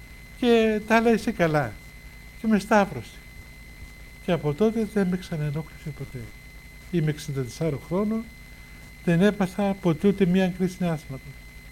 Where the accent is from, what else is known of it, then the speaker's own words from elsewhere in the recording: Cyprus; moved away as an adult; also born or lived in Mount Athos; εγώ ήμουν από την Κύπρο και ήταν πολύ κρύο εκεί που μέναμε.